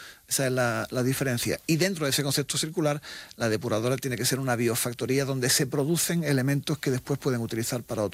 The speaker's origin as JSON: {"language": "Spanish", "country": "Spain", "said": "Bueno, no sé, a lo mejor en mi tierra aquí o quizás no. Pero sí deberíamos conocer el valor del agua, porque lo que sí hacemos bien los españoles es, cuando nos dan una nota de que hay que ahorrar agua y tal, hacerlo."}